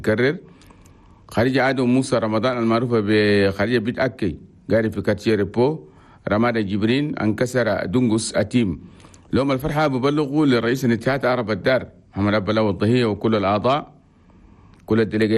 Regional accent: Chad; وأننا كلنا تشاديين لازم نعيشوا بالعافيه والسلام والاستقرار في بلدنا تشاد

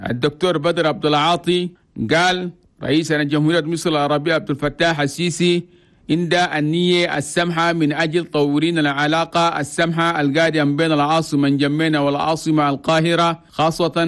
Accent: Chad; عندنا يومين جاء وفد مصري كبير لبلدنا تشاد.

